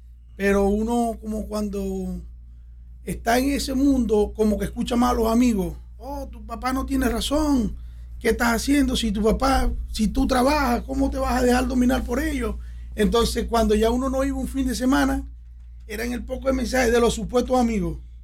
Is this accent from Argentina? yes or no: no; Venezuela; moved away; also born or lived in Chile; vengo desde Venezuela. Primeramente estuve en Chile 7 años viviendo y bueno, en Chile era un desastre total.